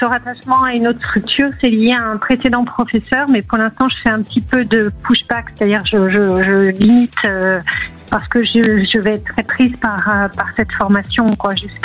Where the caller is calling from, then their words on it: Île-de-France, France; Alors moi, je suis proche de Paris, en région parisienne.